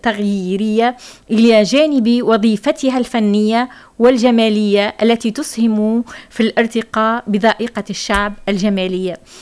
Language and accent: Arabic; Tunisia; كان عندنا في تونس